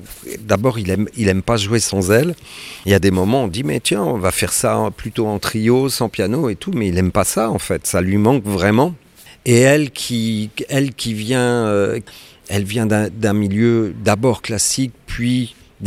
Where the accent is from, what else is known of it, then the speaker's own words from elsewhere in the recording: Rennes, Brittany, France; Mais en même temps, j'ai grandi à Rennes.